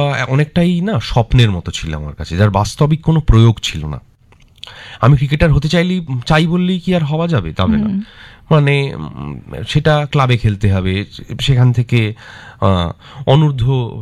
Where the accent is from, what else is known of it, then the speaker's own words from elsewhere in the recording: Baidyabati, West Bengal, India; আমার বাড়ি আসলে বৈদ্যবাটি